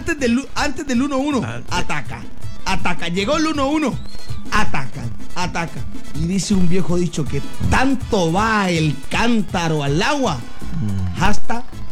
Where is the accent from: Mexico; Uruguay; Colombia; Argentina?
Colombia; ¿cuántos colombianos somos nosotros?